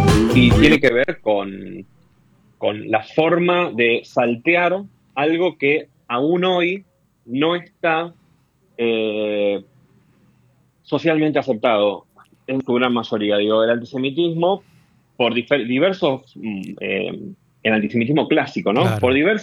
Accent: Argentina; Nosotros somos judíos argentinos que amamos a la Argentina y que amamos a Israel

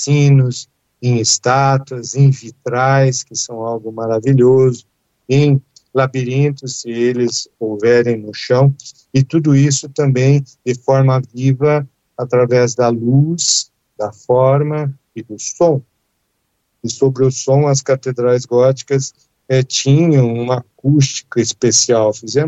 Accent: Curitiba, Paraná, Brazil; born there; Eu nasci em Curitiba.

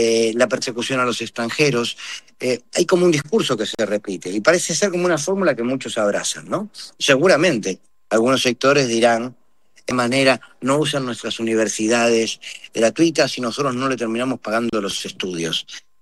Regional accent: Argentina

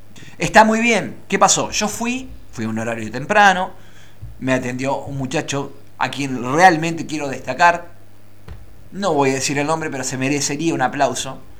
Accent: Argentina; por los años que llevo siendo argentino

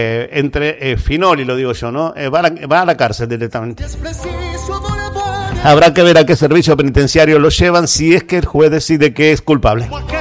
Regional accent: Comodoro Rivadavia, Chubut, Argentina; Soy el paisa de Comodoro, claro que sí.

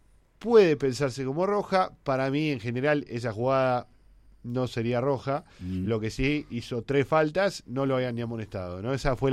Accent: Buenos Aires Province, Argentina

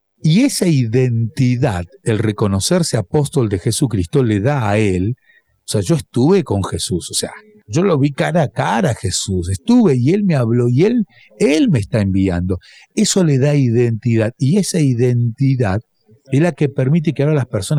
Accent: Argentina; yo por más que me haga un pasaporte alemán, no voy a ser alemán, soy argentino.

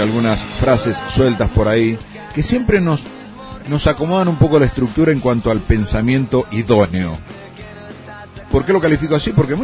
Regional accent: San Rafael, Mendoza, Argentina; born there; el lugar donde nací. Porque uno dice, nací en Mendoza. Bueno, pero Mendoza es grande. Nací en San Rafael, pero San Rafael es grande, ¿sí? Nací en Gush. Y bueno, Gush también es, en algún modo, un distrito amplio. Nací en la Estancia de los Amigos.

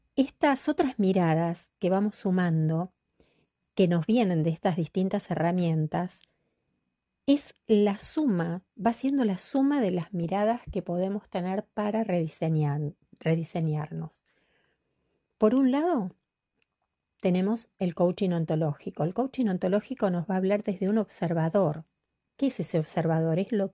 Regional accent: Quilmes, Buenos Aires Province, Argentina; Yo soy de Quilmes, de la provincia de Buenos Aires. Vivíamos a 500 kilómetros

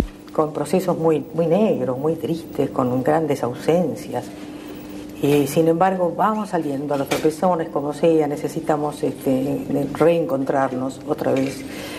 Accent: Argentina; por suerte los argentinos somos esperanzados.

